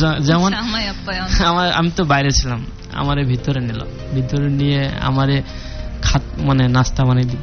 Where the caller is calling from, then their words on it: Magura, Khulna Division, Bangladesh; আমার বাড়ি মাগুরা